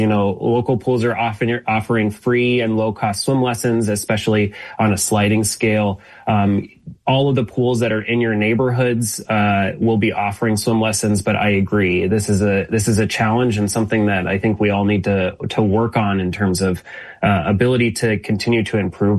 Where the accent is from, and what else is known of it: Federal Way, Washington, United States; born or raised there